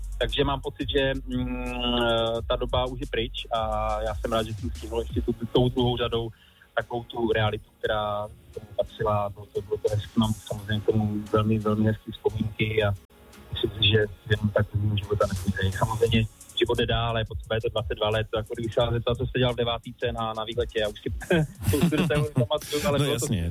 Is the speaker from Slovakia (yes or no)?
no; Moravia, Czechia; vzhledem tomu, že jsem z Moravy